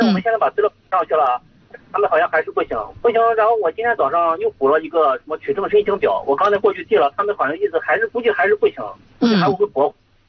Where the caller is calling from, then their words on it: Yuncheng, Shanxi, China; 我是咱盐湖区的。